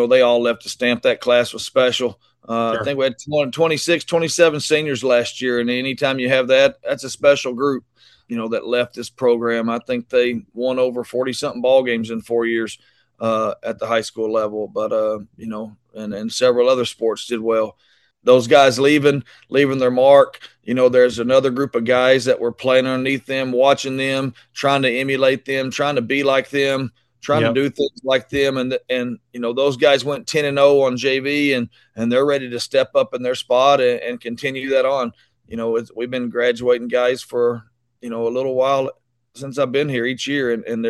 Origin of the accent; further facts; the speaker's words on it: Winnsboro, Texas, United States; moved away as an adult; I'm born and raised in Winnsboro and been blessed and fortunate enough to get to come back and coach in my hometown.